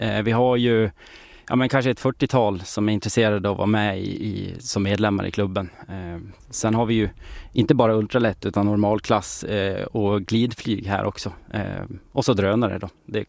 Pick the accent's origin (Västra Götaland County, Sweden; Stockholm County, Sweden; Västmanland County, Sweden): Västmanland County, Sweden; Fagersta; now in Åsele, Sweden; Nej, jag är ju från Bergslagen då, Fagersta. Jag har fått förmånen att flytta hit faktiskt.